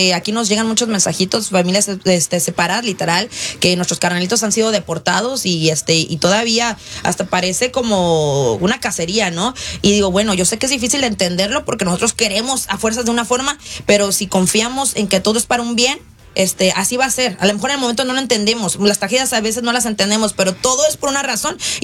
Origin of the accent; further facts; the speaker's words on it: Mexico; así somos los mexicanos